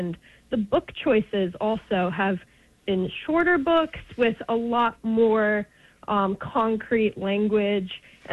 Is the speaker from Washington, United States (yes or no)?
no; New York, United States; I'm a student from New York. I recently graduated high school.